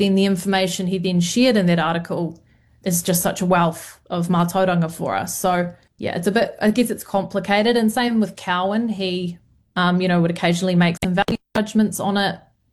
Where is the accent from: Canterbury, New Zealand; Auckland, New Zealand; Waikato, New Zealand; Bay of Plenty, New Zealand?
Canterbury, New Zealand; I think because I grew up in Canterbury, I grew up pretty Pākehā.